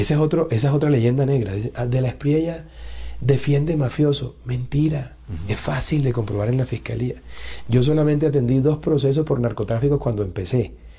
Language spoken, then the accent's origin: Spanish; Colombia; Porque me hice en Colombia. Mis amores, mis afectos, mi historia está aquí. Y soy más colombiano que cualquier otra cosa.